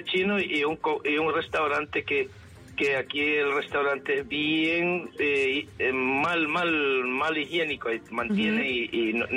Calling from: Puerto Lempira, Gracias a Dios, Honduras; De Puerto Lempira

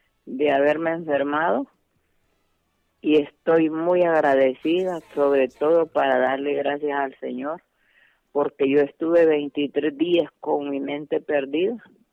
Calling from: Choluteca, Honduras; De Choluteca.

